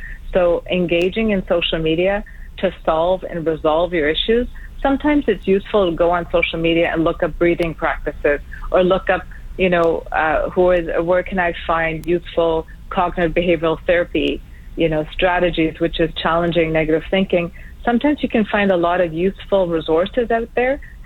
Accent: Canada; even though I'm Canadian

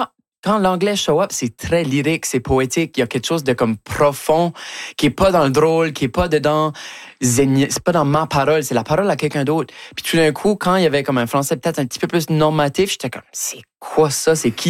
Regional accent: Shediac, New Brunswick, Canada; accent: Acadian; moved away as an adult; now in Montreal, Canada; je veux retourner à pas Moncton, à Shediac, là où j'ai grandi

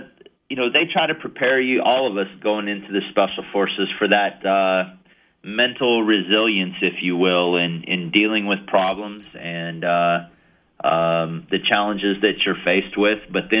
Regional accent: Kansas, United States; even growing up in Kansas, riding horseback was going to play such a role.

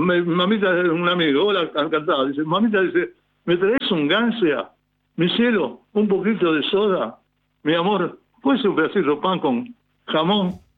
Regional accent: Buenos Aires, Argentina; Yo soy porteño. Mi papá y mi mamá se conocieron en Almagro bailando tango.

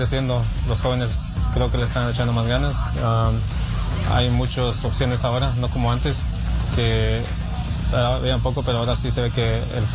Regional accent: Guatemala; now in Houston, United States; Soy de Guatemala.

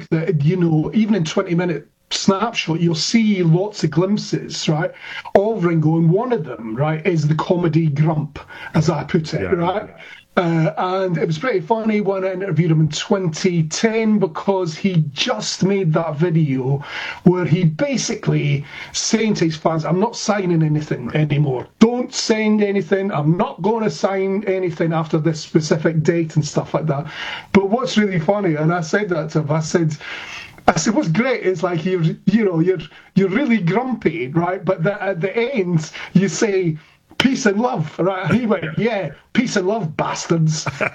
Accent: Scotland, United Kingdom; And also, also because, as your listeners might hear, I'm Scottish, right?

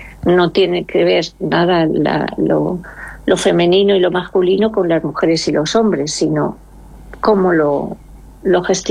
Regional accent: Elda, Valencian Community, Spain; es mi barrio, ahí he crecido yo, aprendí a caminar en esas calles

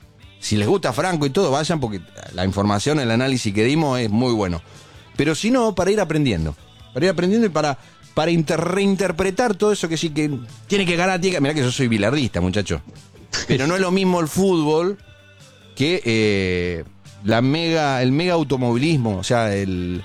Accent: Argentina; Soy argentino yo.

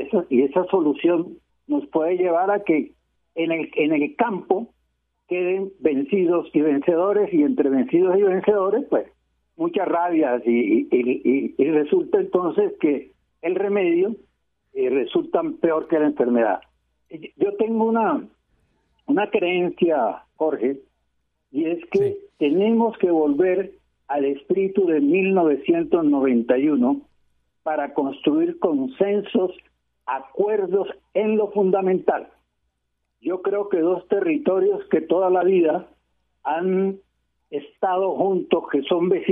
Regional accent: Puerto Colombia, Atlántico, Colombia; also born or lived in Barranquilla; Nací en Barranquilla, hospital de Barranquilla, y mi primera infancia o nuestra primera infancia de los tres hermanos mayores la vivimos en Puerto Colombia, cuando Puerto Colombia tenía el esplendor que tuvo hace unos 40, 50 años atrás.

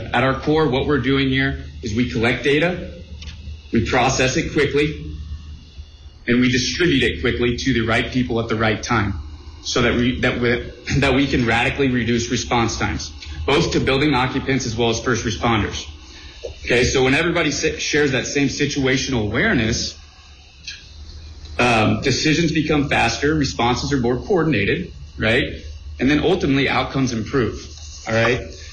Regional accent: Jasper, Indiana, United States; moved away as an adult; I moved back to my hometown in Jasper, Indiana 2 years ago

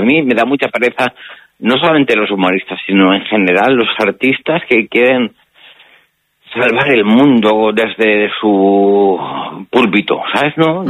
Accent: Barcelona, Catalonia, Spain; O sea, yo soy de Barcelona, sí, pero el fútbol me da tanta pereza

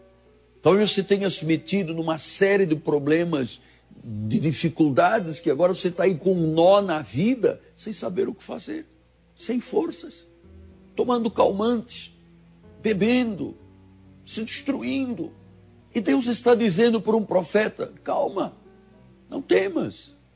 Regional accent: Angola; born there; de um acidente quando eu era um jovem no exército lá em Angola, onde eu nasci, uma antiga colônia de Portugal

